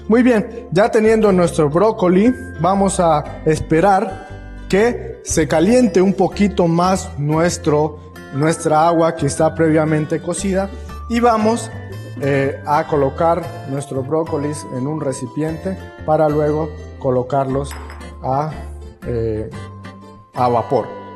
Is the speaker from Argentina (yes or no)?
no; Venezuela; Soy de Venezuela y la verdad me ha encantado las riquísimas recetas que podemos encontrar ahí.